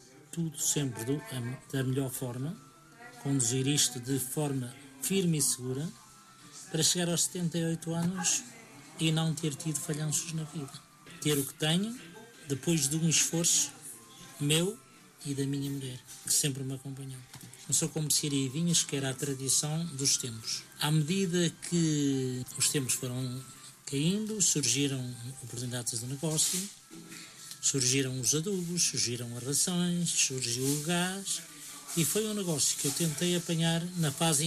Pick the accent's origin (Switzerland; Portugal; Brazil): Portugal; São Martinho de Recesinhos, Norte